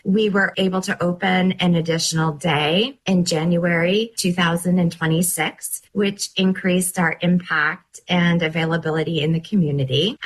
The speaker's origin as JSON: {"language": "English", "town": "Farmington", "region": "Maine", "country": "United States", "said": "So I am originally from Farmington."}